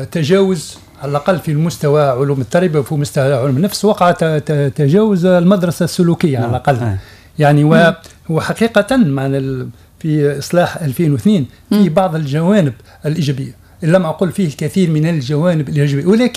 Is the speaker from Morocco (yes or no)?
no; Tunisia; ثقافتي أنا كتونسي